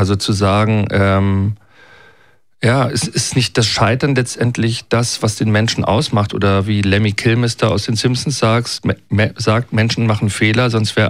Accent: Berlin, Germany; Also man braucht von da, wo ich aufgewachsen bin, in Berlin-Marienfelde, was Tempelhof ist, eine Dreiviertelstunde, bis man am Kurfürstendamm ist.

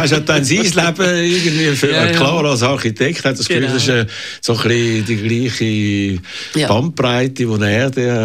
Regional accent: Zurich, Switzerland; Also, ich komme aus dem Kreis 4 und wir haben viele Italiener in unserer Klasse

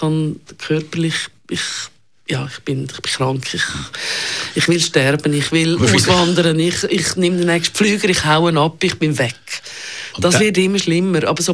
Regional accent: Zurich, Switzerland; ich bin im Niederdorf aufgewachsen. Mein Vater hat 40 Jahre lang an der Luisenstrasse im Kreis 5 Büro gehabt. Ich kenne den Kreis 5 schon wirklich seit Kind. Und ich wohne selber seit 35 Jahren im Kreis 5.

